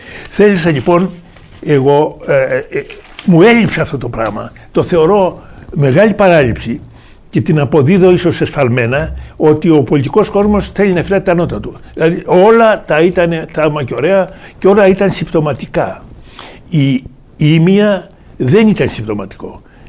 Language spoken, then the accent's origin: Greek; Peloponnese, Greece; Ναι, στην πατρίδα μου έχουμε μία λίμνη, Τάκα. Εκεί επιδιδόμουν εγώ στα ναυτικά.